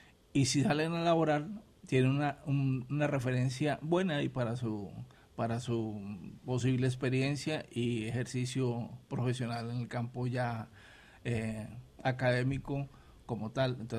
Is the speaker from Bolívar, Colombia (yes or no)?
no; Norte de Santander, Colombia; yo vivía y pasé mi niñez en Ciudad Jardín y vivíamos ahí en Ciudad Jardín